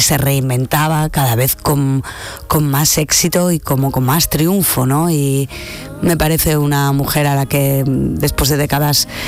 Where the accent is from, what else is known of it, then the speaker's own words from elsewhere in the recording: Huesca, Aragon, Spain; Porque es un juego de palabras, porque soy de Huesca, ¿no? Y ahí los de Huesca, lo decimos, de broma, le llamamos Wisconsin. Igual que a Aragón lo llamamos Oregón.